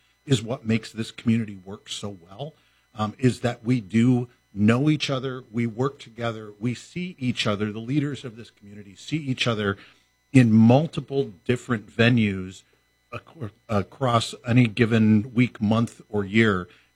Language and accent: English; Mount Pleasant, Michigan, United States; I didn't grow up in Holland, as I think the listeners know. I grew up in Mount Pleasant.